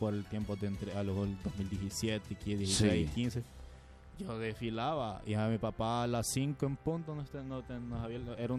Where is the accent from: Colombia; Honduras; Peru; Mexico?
Honduras; Eso es lo que nos hace hondureños.